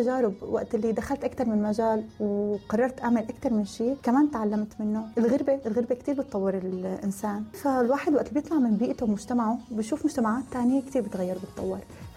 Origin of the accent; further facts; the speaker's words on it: Syria; now in United Arab Emirates; ونحن كسوريين محبوبين بالإمارات. يعني أنا عن تجربتي، أنا سلال تجربتي شي 7 سنين تاكب، بس نحن كسوريين شعب محبب بالإمارات.